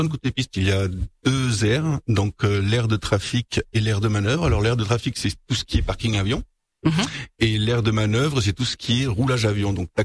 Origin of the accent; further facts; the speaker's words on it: Nice, Provence-Alpes-Côte d'Azur, France; moved away as an adult; now in Nantes, France; Donc je viens de la région niçoise. Avant de venir à Nantes, j'ai travaillé 20 ans à l'aéroport de Nice. Et donc en 2022, je suis venu relever un challenge.